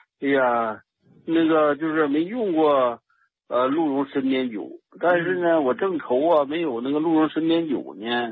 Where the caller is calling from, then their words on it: Shenyang, Liaoning, China; 我是沈阳的一位新听众。